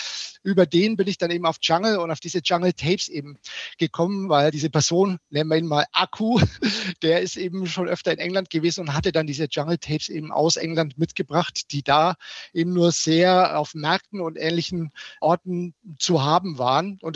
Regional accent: Nuremberg, Bavaria, Germany; ich komme ja aus dem Nürnberger Land, so Nürnberg

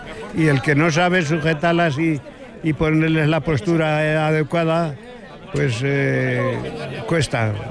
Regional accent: Brieva de Cameros, La Rioja, Spain; also born or lived in Anguiano; now in Logroño, Spain; soy nacido en Anguiano, pero criado en Brieva. Y aquí hemos subido de Logroño

